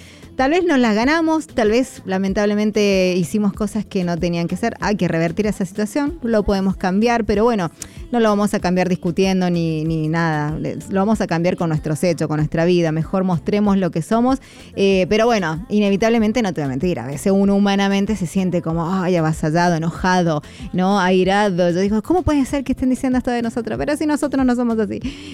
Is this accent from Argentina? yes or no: yes; Argentina